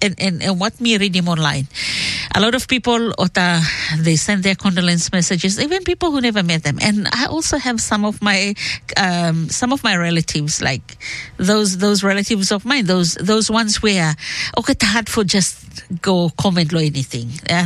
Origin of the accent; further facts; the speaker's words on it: Malaita, Solomon Islands; we come from Kwara Island Malaita